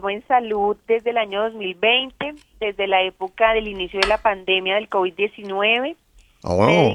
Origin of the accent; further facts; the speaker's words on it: Bogotá, Colombia; born there; Bueno, yo soy una joven colombo-peruana. Mi mamá es peruana, mi papá colombiano. Nací en Bogotá.